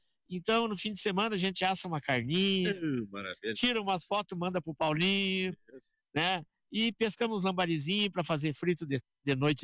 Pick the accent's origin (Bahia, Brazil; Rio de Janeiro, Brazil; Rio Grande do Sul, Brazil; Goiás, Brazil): Rio Grande do Sul, Brazil; Soledade; Eu sou natural de Soledade. Soledade. Nascido e criado.